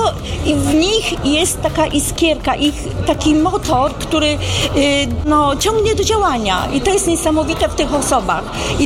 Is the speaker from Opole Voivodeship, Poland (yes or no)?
no; Białogard, West Pomeranian Voivodeship, Poland; sama organizowałam dwa razy galę u siebie, bo jestem z Białogardu